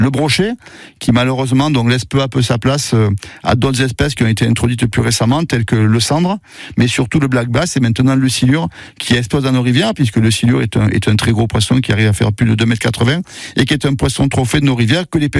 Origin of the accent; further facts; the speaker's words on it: Occitanie, France; Je suis petit-fils de meunier et de mineur. J'ai grandi en Cévennes, d'où mon accent un petit peu marqué.